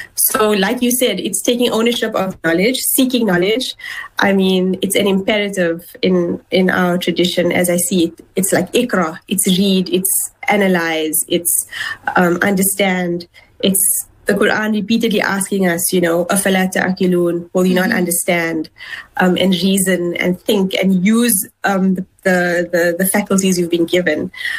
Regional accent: South Africa; you know, as a South African, as a Muslim.

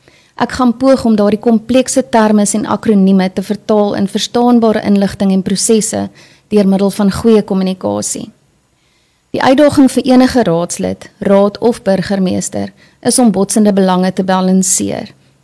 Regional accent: Hartenbos, Western Cape, South Africa; Ek is gebore in Hartenbos, daar groot geword, lekker in die strate gespeel, veiligheid geniet en 'n baie, baie goeie kwaliteit lewe gehad. Ek het my hoërskool loopbaan aan hoërskool punt voltooi en het nog nooit in 'n ander dorp gewerk nie.

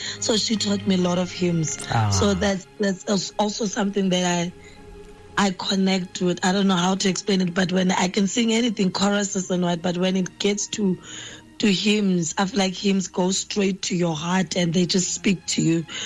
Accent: Northern Cape, South Africa; moved away as an adult; now in Johannesburg, South Africa; Born and raised in the Northern Cape.

